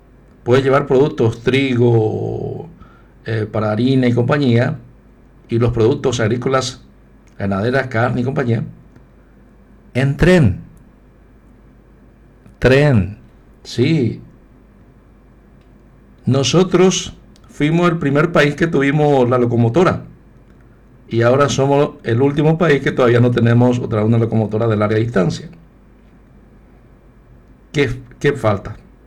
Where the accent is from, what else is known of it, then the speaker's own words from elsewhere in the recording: Paraguay; yo como ciudadano, yo como paraguayo